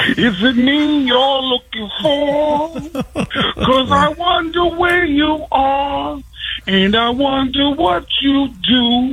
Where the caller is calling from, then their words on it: New York City, New York, United States; I'm calling from New York City, the home of the world champion NBA New York Knicks.